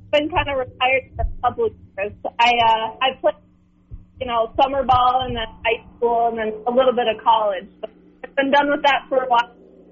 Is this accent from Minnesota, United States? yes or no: yes; Circle Pines, Minnesota, United States; also born or lived in Stacy, Minnesota; I grew up in Stacy, Minnesota, actually, a little bit, and then my family moved to Circle Pines. So I've been in Circle Pines for most of my life.